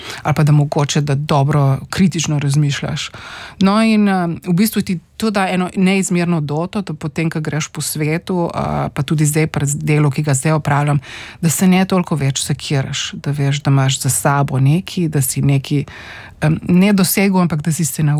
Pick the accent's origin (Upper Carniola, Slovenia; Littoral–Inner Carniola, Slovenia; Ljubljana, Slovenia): Littoral–Inner Carniola, Slovenia; Postojna; born or raised there